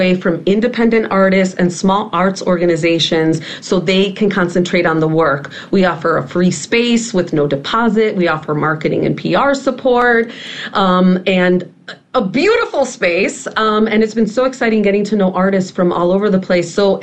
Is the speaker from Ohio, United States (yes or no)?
no; Chicago, Illinois, United States; my experience is a bilingual and bicultural experience. Like, I was born and raised in Chicago. I am an 80s girl.